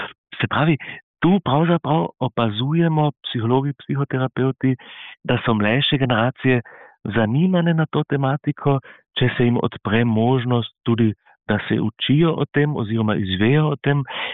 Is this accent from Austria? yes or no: yes; Carinthia, Austria; Koroški Slovenci, koroške Slovenke smo tu pretrpeli, ampak v celotnem alpsko-adrijanskem prostoru mi smo edini, ki smo tu morali pretrpeti, a ne?